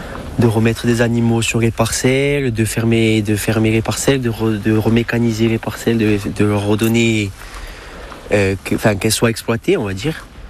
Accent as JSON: {"language": "French", "area": "Moriani", "region": "Corsica", "country": "France", "also_born_or_lived": "Ouchane, near Bastia", "said": "Je suis de Morgnagne, on va dire, de la plaine orientale, et de Ouchane, donc en dessous de Bastia. J'ai voulu m'installer à Ouchane"}